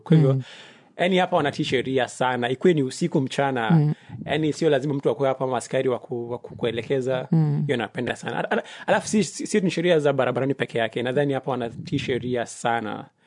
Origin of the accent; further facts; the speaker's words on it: Kenya; also born or lived in Mombasa; Najua pia nimetoka Kenya na pia nimesomea Mombasa, so joto haikunishtua sana.